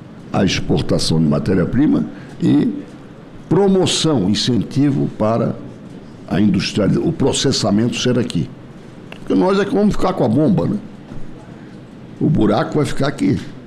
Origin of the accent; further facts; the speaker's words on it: South Region, Brazil; eu sou do sul do Brasil.